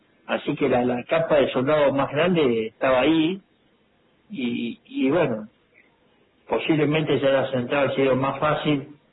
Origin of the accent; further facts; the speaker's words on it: Mortero, Córdoba, Argentina; Y le contesto y la persona que me habla me dice, ¿de dónde sos? Y yo le digo, de Mortero.